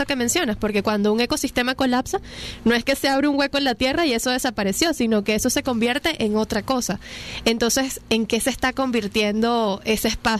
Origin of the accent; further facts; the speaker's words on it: Venezuela; ¿cómo podemos hacer nosotros como venezolanos